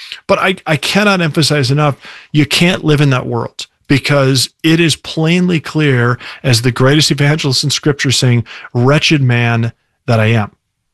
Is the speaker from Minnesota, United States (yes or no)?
yes; Minneapolis, Minnesota, United States; now in Sioux Falls, United States; I grew up in the Minneapolis area. I live in Sioux Falls now. I've lived in the Midwest most of my life.